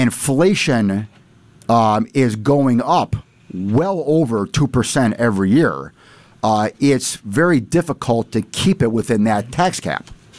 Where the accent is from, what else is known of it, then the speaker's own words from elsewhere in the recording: East Aurora, New York, United States; my father moved from South Buffalo to East Aurora when I was young. And I grew up in East Aurora, went to East Aurora High School